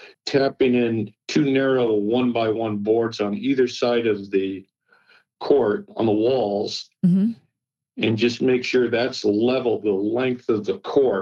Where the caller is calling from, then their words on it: Moraga, California, United States; I'm calling from Moraga, California.